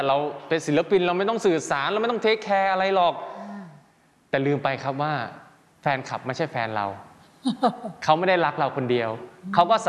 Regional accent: Isan, Thailand; เราเป็นคนอีสานเราก็พูดอีสานไปเลย

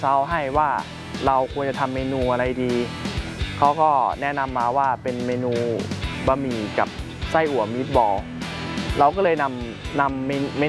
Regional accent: Chiang Mai, Thailand; โดยกำเนิดผมเป็นคนภาคเหนืออยู่แล้วนะเป็นคนเชียงใหม่อยู่แล้วพ่อแม่ก็ให้กินอาหารเหนือตลอดโดยตั้งแต่เด็กก็กินอาหารเหนือ

